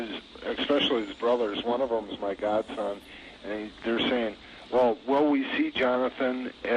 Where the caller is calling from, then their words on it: Beaver Dam, Wisconsin, United States; Beaver Dam, Wisconsin.